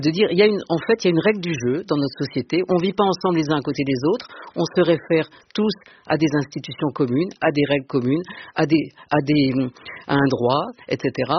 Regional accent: Marseille, Provence-Alpes-Côte d'Azur, France; moved away as an adult; now in Paris, France

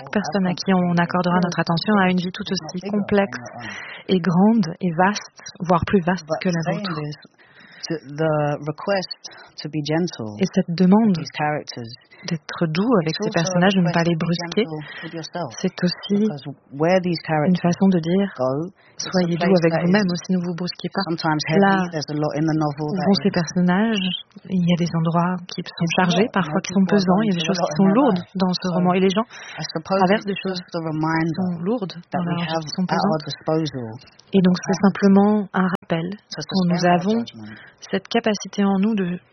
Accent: London, United Kingdom; born or raised there

